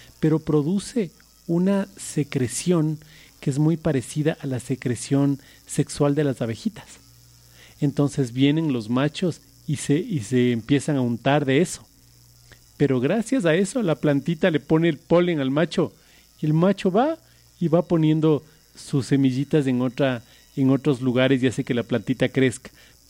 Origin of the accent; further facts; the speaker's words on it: Ecuador; Así somos los ecuatorianos.